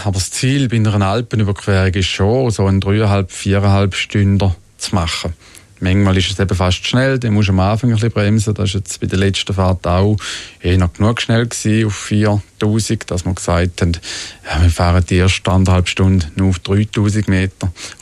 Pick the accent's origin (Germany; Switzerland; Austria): Switzerland; Thurgau; Ich bin im Thurgau aufgewachsen.